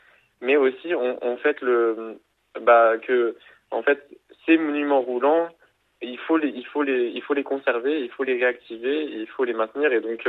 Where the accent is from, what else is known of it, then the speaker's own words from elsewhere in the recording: Auvergne-Rhône-Alpes, France; Non, moi je viens de Orléans, pas loin de Thiers, le Zou.